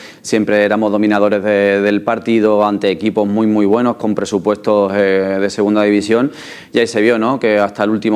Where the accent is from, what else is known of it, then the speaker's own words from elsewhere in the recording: Barcelona, Catalonia, Spain; Yo que soy de Barcelona, allí es una pasada los béticos que hay allí.